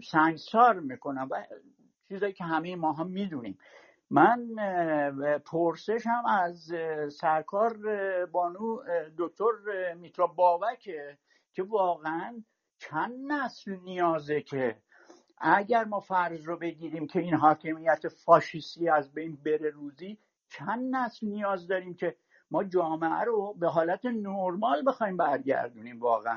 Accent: Iran; moved away; من الان 37 ساله که خارج از ایرانم، یعنی یه چند سالی بوده، 3-4 سالی بود که انقلاب شده بود اومدیم این

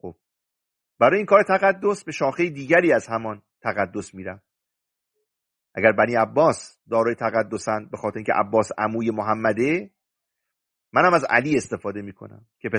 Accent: Iran; ما ایرانیان هم سعی کردیم تن بدیم به این تقدس

